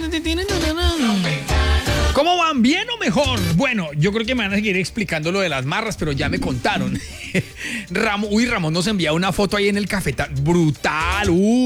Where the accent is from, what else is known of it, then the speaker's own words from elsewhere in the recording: Tolima, Colombia; Yo no soy de acá, yo soy del Tolima. Pero ustedes saben que yo, y siempre se los digo, amo el Quindío.